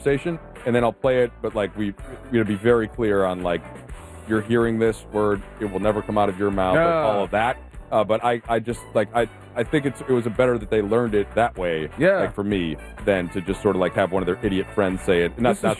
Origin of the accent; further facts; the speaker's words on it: Minneapolis, Minnesota, United States; born there; also born or lived in Buffalo, United States; So I was born in Buffalo, moved to Minneapolis when I was 1.5.